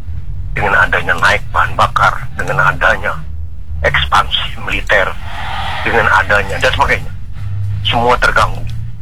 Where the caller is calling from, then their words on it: Samarinda, East Kalimantan, Indonesia; Saya dari Samarinda, Kalimantan Timur.